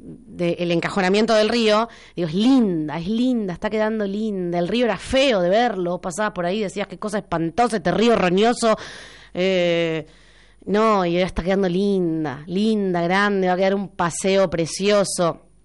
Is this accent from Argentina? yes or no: yes; Luján, Buenos Aires Province, Argentina; como lujanense, como nacida y criada en esta ciudad